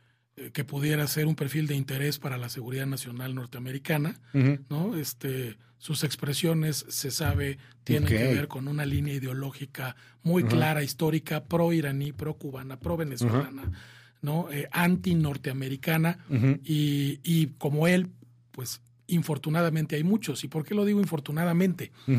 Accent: Mexico

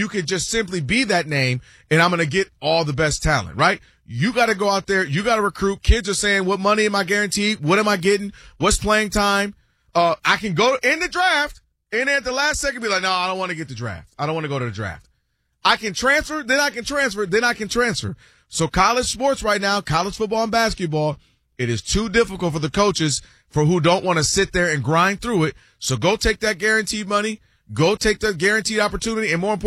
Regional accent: Ann Arbor, Michigan, United States; somebody born and raised in Ann Arbor, you know, go blue.

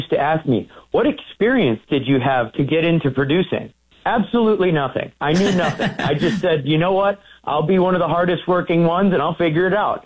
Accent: Wausau, Wisconsin, United States; my hometown of Wausau, Wisconsin, was once derogatorily referred to as the most middle class city in America

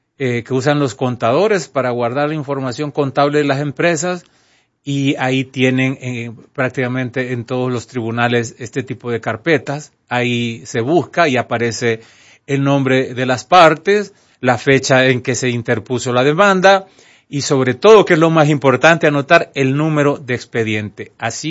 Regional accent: El Salvador; now in Honduras; a los salvadoreños, nos dicen guanaco, ¿verdad?

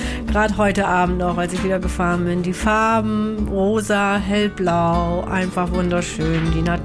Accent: Germany; moved away as an adult; also born or lived in Adelaide; now in Alice Springs, Australia; ich komme aus Deutschland und bin dort geboren, habe dort auch die meiste Zeit meines Lebens verbracht und bin seit 2004 in Alice Springs

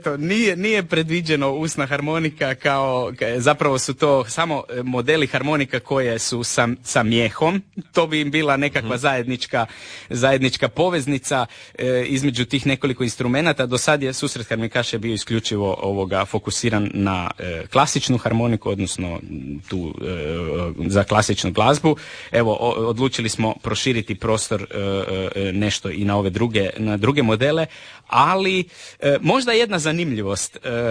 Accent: Istria County, Croatia; mi to najbolje znamo kod nas u Istri

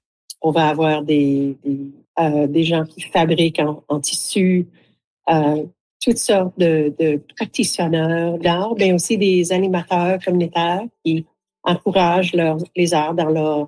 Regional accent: Ontario, Canada; je viens de l'est de l'Ontario et nos produits sont plutôt le bois, le pierre et les vaches.

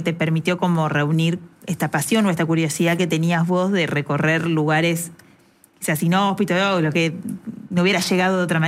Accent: Nicanor Olivera, Buenos Aires Province, Argentina; moved away; yo soy de un pueblo de la provincia de Buenos Aires, por eso te preguntaba si te acordás de todos, que es muy chiquito.

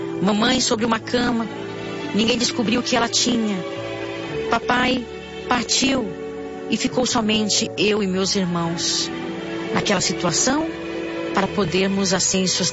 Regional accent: Morretes, Paraná, Brazil; born there; Nasci na cidade de Sarapiá, em Morretes, Baixada Paranaense. Uma família simples, não conhecedora do Evangelho.

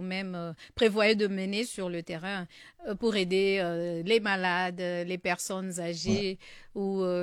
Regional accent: Côte d’Ivoire; Je suis ivoirienne.

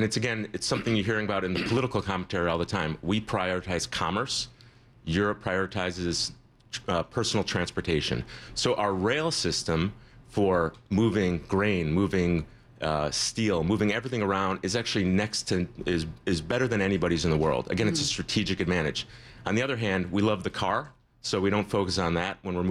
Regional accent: Ann Arbor, Michigan, United States; I grew up in Ann Arbor, and I'm a diehard Michigan fan.

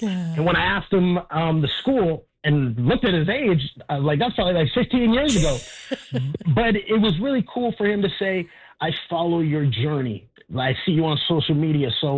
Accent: Canada; but it really means a lot to me as a Canadian.

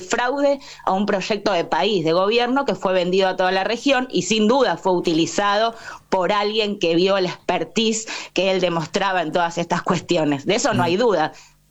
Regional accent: Argentina; A mí como argentina

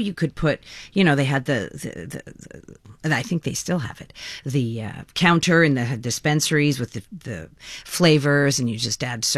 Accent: Quebec, Canada; Well, I did that, and I was from the West Island.

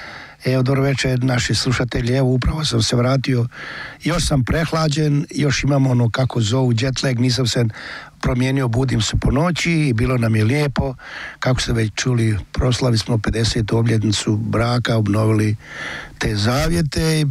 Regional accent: Posavina, Bosnia & Herzegovina; born there; moved away; U Bosni i Hercegovini sam bio 25 dana u rodnoj Posavini.

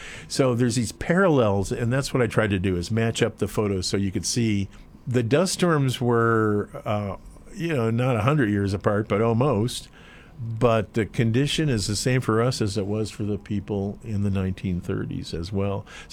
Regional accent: Chicago, Illinois, United States; When we were kids, my sister and I, my mom used to tell stories, and we grew up in Chicago.

